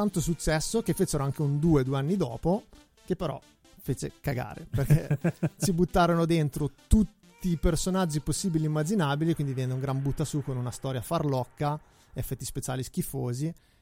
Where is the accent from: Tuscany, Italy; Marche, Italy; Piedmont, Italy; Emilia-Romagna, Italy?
Emilia-Romagna, Italy; Santarcangelo di Romagna